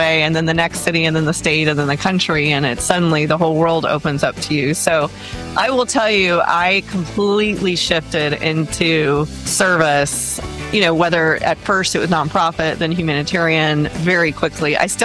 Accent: Texas, United States; I grew up in South Texas, and I grew up in an agriculture environment. So we raised Black Angus cattle and quarter and paint horses.

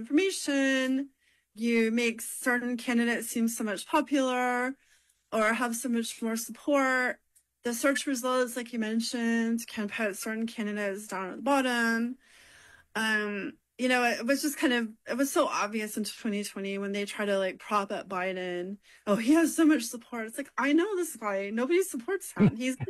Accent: United States; I wouldn't want to travel abroad and say I'm an American.

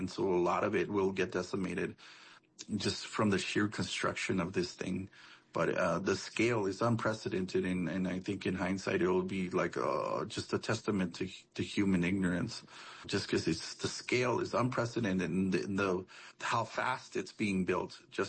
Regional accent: Texas, United States; also born or lived in New Mexico

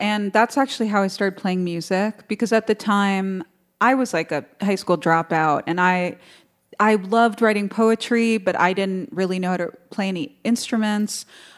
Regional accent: New York City, New York, United States; growing up in New York City, I felt like you know I've lived in this place that everybody comes

